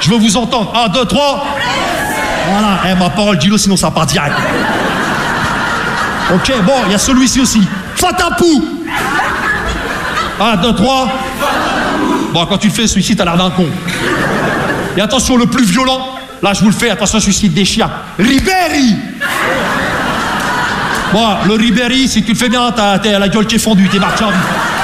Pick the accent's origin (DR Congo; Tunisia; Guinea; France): France; Rouen, Normandy